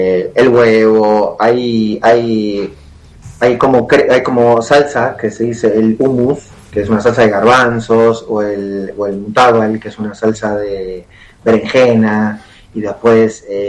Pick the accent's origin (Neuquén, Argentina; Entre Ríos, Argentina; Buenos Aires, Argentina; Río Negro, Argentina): Buenos Aires, Argentina; moved away; Yo soy de Buenos Aires, mi familia se mudó de Buenos Aires, por ejemplo, a Santa Fe, se mudó a Roldán, cerca de Rosario.